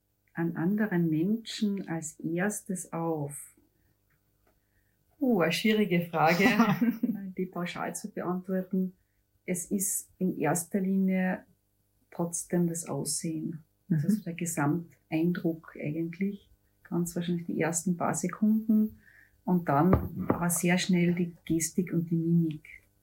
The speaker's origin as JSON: {"language": "German", "region": "Carinthia", "country": "Austria", "tie": "born or raised there", "said": "Ich bin am Land aufgewachsen, also in ganz einem kleinen Dorf, ein bisschen außerhalb von Villach, in der Unterschütt, wenn das vielleicht jemand kennt, und auch in sehr einfachen Verhältnissen."}